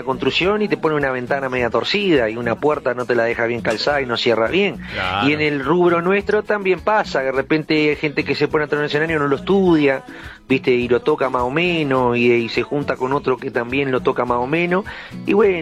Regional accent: Atlántida, Canelones, Uruguay; Acá en Montevideo, yo soy de Atlántida, ¿no? Pero lo tengo acá cerquita

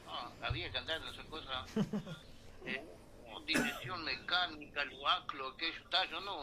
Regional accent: Guichón, Paysandú, Uruguay; moved away as an adult; yo soy de Guichón, de Paysandú, ¿verdad? Me crié en aquella zona

